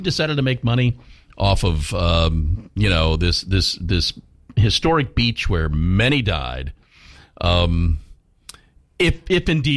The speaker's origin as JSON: {"language": "English", "town": "Wichita", "region": "Kansas", "country": "United States", "said": "By the way, I'm here from Wichita, Kansas."}